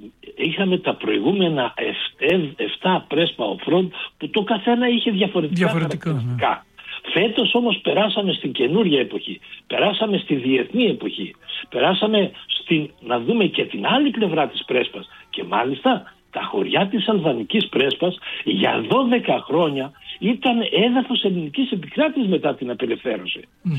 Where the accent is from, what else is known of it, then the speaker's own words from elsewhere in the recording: Prespa, Western Macedonia, Greece; Θα πάμε λοιπόν στην ελληνική Prespa που λίγο πολύ την έχουμε ακούσει. Είναι η πατρίδα μου και την οποία